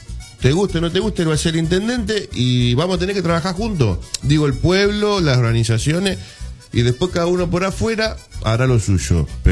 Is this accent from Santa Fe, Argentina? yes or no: yes; Puerto Gaboto, Santa Fe, Argentina; somos todos gaboteros.